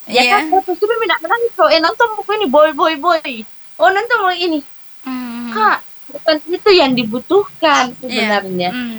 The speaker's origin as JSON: {"language": "Indonesian", "region": "South Sulawesi", "country": "Indonesia", "said": "Khususnya kita adalah orang Sulawesi Selatan yang menjunjung tinggi harga martabat diri"}